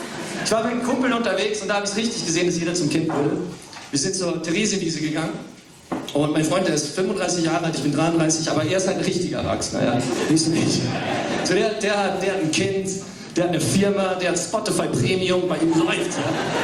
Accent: Wales, United Kingdom

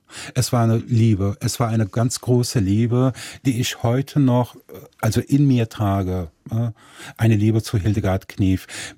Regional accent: Nettetal, North Rhine-Westphalia, Germany; die gab es auch bei uns in Nettetal, weil mein Vater hatte die Kneipe auf der Breilerstraße, mein Onkel hatte das Bordell Jaguar im Stadtteil Bracht, das auch zu Nettetal gehört.

